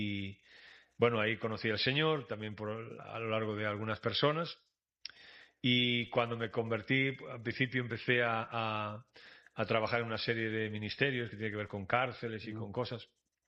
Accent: Vigo, Galicia, Spain; yo nací allí en España, ¿no? En España, y en una ciudad que se llama Vigo. Y el barrio donde nosotros crecimos, ¿no? Nosotros éramos cinco hermanos.

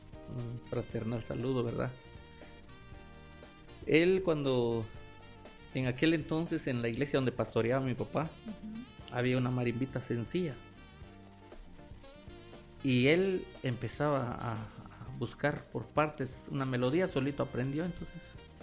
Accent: San Pedro Carchá, Alta Verapaz, Guatemala; la marimba que es de la municipalidad de mi pueblo, como lo es San Pedro Cachao.

